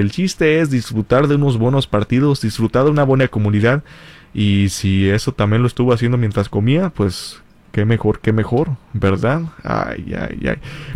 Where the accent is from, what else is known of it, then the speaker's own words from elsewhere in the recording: Irapuato, Guanajuato, Mexico; moved away; del área donde yo me crié, específicamente en Irapuato, Guanajuato. Mi hermana y yo, aquí que está mi hermana, pues nos criamos en Irapuato, Guanajuato.